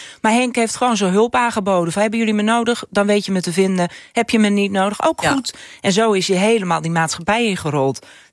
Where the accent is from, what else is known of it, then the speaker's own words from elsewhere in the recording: Friesland, Netherlands; first language Frisian; Dutch is a second language; now in Ameland, Netherlands; Maar Fries is mijn moedertaal. Toen ik naar Ameland ben verhuisd, binnen no time was ik gewoon. Het Amelands had ik eigen gemaakt.